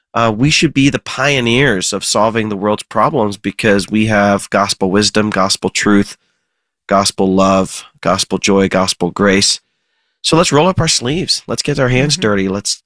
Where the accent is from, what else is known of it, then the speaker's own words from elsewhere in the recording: Ohio, United States; I grew up in Ohio. I love the environment I grew up in. I loved my neighborhood, my church.